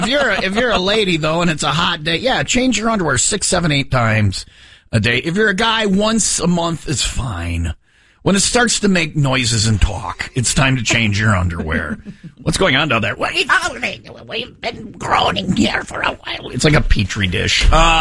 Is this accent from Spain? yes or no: no; Ireland; I'm Irish.